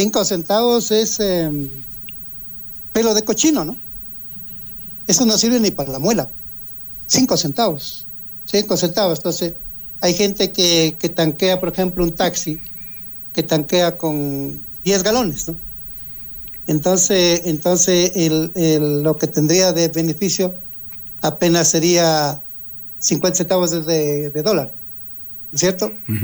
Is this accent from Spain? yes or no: no; Ecuador